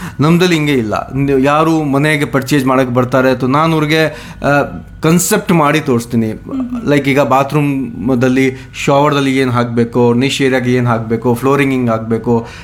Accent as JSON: {"language": "Kannada", "region": "Rajasthan", "country": "India", "moved": "yes", "lives_now": "Shivamogga, India", "said": "ನಾನು ಬೇಸಿಕಲಿ ನಾನು ರಾಜಸ್ಥಾನಿಂದ, but last 24 years ಶಿವಮೊಗ್ಗದಲ್ಲಿ ಇದ್ದೀನಿ."}